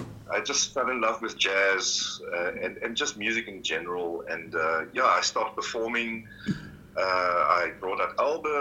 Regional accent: Free State, South Africa; moved away as an adult; now in Amsterdam, Netherlands; I grew up in the Free State, and I had Afrikaans music.

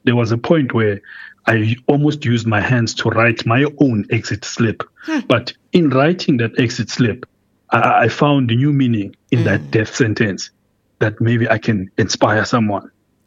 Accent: South Africa; I'm South African. I'm South African. Born here, raised there, tried that, been there.

